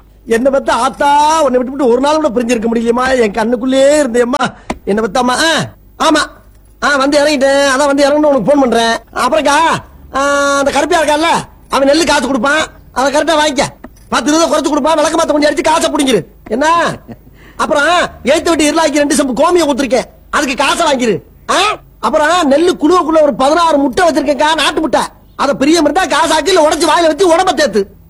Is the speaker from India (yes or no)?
yes; Kanadukathan, Tamil Nadu, India; காரக்குடி பக்கத்துல காணாடு காத்தா.